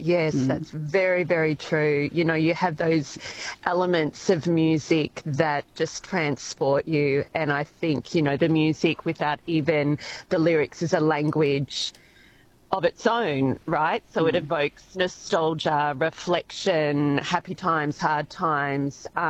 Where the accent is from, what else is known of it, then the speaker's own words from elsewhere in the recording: Port Fairy, Victoria, Australia; I grew up in Port Fairy